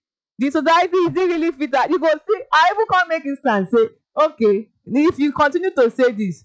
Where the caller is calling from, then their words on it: Lagos, Nigeria; I'm listening from Ikoyi.